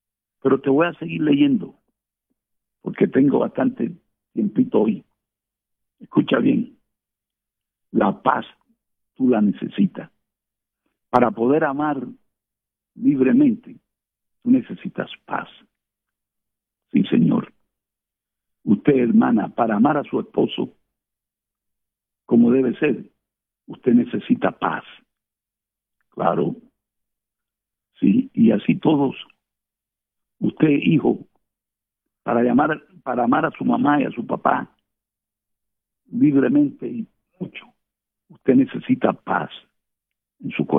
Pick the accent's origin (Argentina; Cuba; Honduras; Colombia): Cuba; nosotros los caribeños. ¿Sí? Yo me incluyo porque yo soy cubano